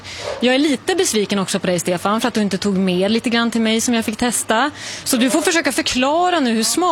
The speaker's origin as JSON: {"language": "Swedish", "town": "Umeå", "region": "Västerbotten County", "country": "Sweden", "said": "Jag är från Umeå."}